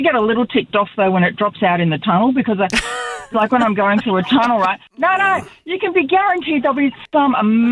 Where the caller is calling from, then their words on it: Sydney, New South Wales, Australia; I'm calling from Sydney, and I'm actually a very new listener.